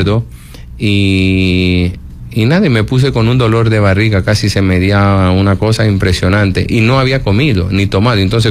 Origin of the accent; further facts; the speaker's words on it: Italy; moved away; yo soy italiano